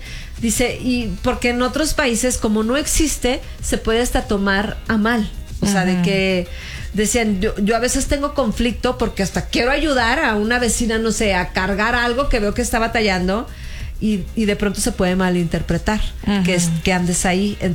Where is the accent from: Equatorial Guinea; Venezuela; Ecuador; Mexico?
Mexico